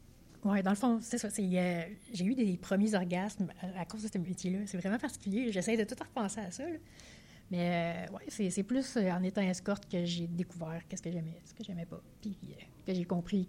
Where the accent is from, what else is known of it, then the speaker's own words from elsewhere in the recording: Saint-Ambroise-de-Kildare, Quebec, Canada; Dans le fond, je suis née à Saint-Ambroise-de-Kildare.